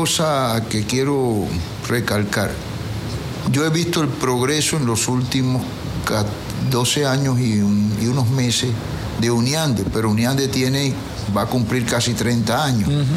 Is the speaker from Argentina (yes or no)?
no; Cuba; moved away as an adult; now in Ecuador; En Cuba viví hasta el 2014.